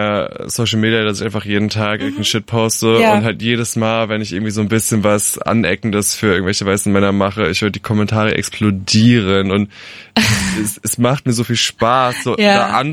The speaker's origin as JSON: {"language": "German", "region": "Rhineland-Palatinate", "country": "Germany", "tie": "born or raised there", "said": "Aber wirklich winziges Dorf, 400 Einwohner, der kleine schwule Junge, der sich schminkt und halt immer der Outsider war."}